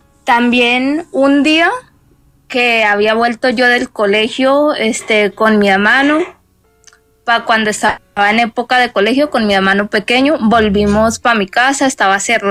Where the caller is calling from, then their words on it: Ibagué, Tolima, Colombia; Desde Ibagué, Tolima